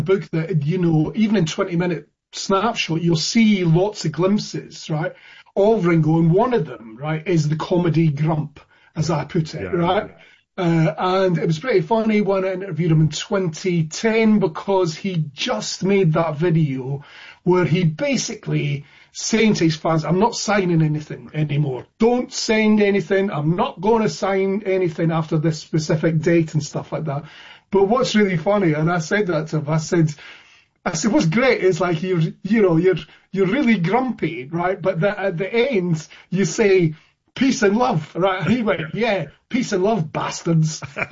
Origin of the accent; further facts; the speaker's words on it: Scotland, United Kingdom; And also because, as your listeners might hear, I'm Scottish, right?